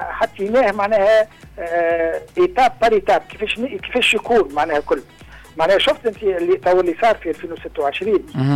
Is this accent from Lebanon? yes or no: no; Tunisia